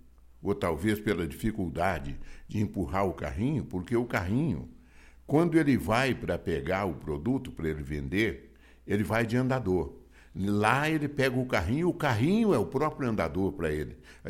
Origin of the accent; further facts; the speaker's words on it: Paineiras, Minas Gerais, Brazil; moved away; lá na minha terra, querida paineira.